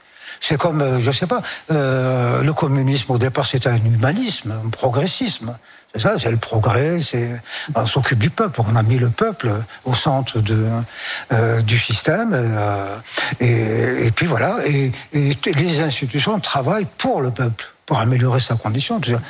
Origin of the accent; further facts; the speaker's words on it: France; Non, je suis français, point.